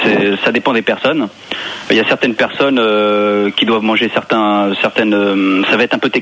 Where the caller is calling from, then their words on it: Paris, Île-de-France, France; J'appelle de Chinatown.